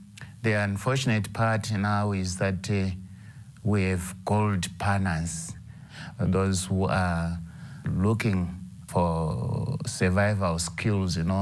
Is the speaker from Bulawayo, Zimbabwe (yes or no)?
no; Gweru, Midlands, Zimbabwe; born there; I was born in Gweru City. My father was working as a soldier in the Air Force of Zimbabwe at Thornhill in Gweru.